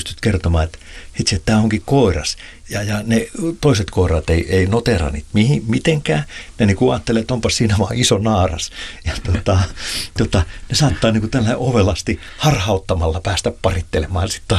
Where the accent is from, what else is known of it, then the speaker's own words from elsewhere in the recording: Pori, Satakunta, Finland; Mä muistan 80-luvulla, niin kun mä oon Porista kotoisin, niin siellä oli vielä suokukkoja soittimia.